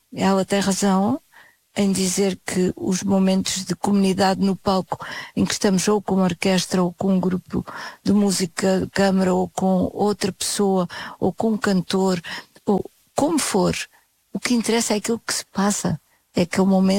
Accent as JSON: {"language": "Portuguese", "country": "Portugal", "also_born_or_lived": "Germany / Brazil / Switzerland", "said": "sempre me senti em casa em Portugal. Posso ficar irritada com... mas sou portuguesa, não tenho pretensão de ser diferente."}